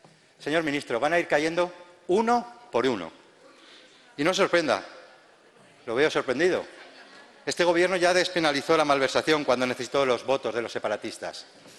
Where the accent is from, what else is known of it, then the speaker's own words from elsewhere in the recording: Spain; la sensación que tenemos todos los españoles